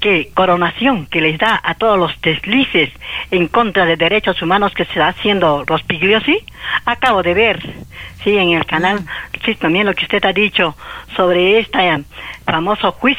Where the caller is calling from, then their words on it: Peru; uno como peruano